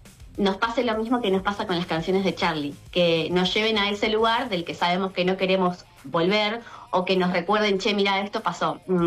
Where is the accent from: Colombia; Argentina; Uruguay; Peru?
Argentina; en nuestra memoria colectiva como argentinos